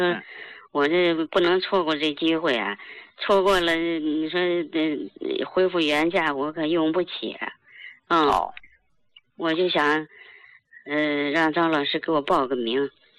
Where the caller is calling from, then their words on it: Tianjin, China; 哎，我是天津的。